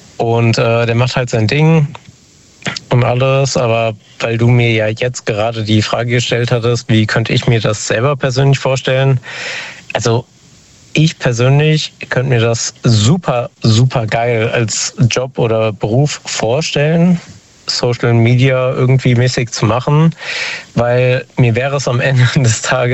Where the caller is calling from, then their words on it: Montabaur, Rhineland-Palatinate, Germany; Aus der Ecke Hessen, aus Montabaur ungefähr.